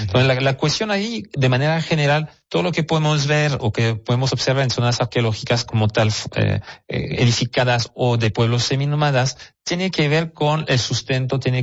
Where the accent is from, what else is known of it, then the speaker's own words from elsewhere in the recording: Monterrey, Nuevo León, Mexico; para forjar un poquito mejor nuestra identidad como regios y personas del noreste de México